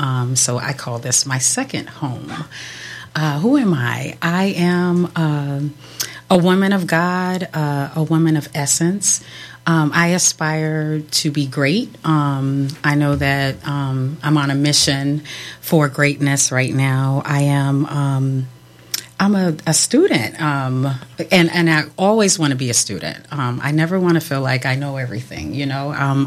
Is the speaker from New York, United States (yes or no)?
yes; New York City, New York, United States; moved away as an adult; now in Rochester, United States; I am from New York City originally, was born and raised in Manhattan. And I actually moved to Rochester probably 16 years ago. So I call this my second home.